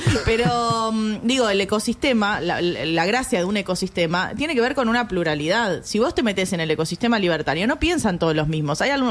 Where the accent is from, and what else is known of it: Argentina